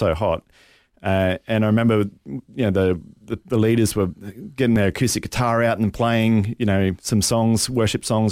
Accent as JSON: {"language": "English", "town": "Rockhampton", "region": "Queensland", "country": "Australia", "tie": "born or raised there", "also_born_or_lived": "Melbourne, Australia", "said": "I grew up in Rocky."}